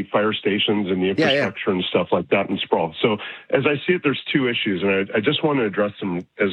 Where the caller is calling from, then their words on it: Calgary, Alberta, Canada; I'm calling from Calgary.